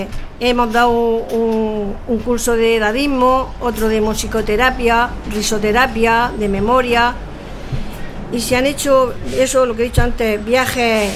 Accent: Spain; born there; moved away as an adult; now in La Olla, Spain; Nací en la pedanía de Marchena. Pero me vine aquí cuando tenía 20 años

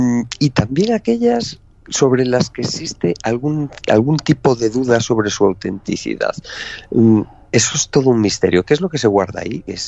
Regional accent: Galicia, Spain; soy gallego

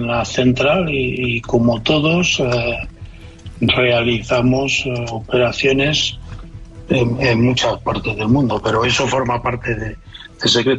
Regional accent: Galicia, Spain

